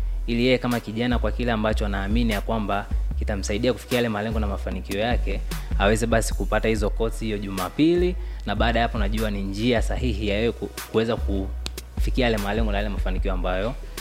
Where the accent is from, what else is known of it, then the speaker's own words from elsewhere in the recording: Tanzania; sisi ni wa Tanzania.